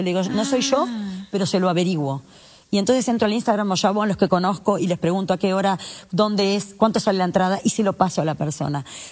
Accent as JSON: {"language": "Spanish", "country": "Uruguay", "said": "Y también hay una cultura de cómo somos nosotros los uruguayos. Somos más recatados, más miedosos, tal vez."}